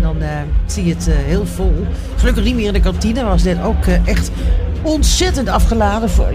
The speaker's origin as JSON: {"language": "Dutch", "country": "Netherlands", "said": "wij zijn Nederlanders"}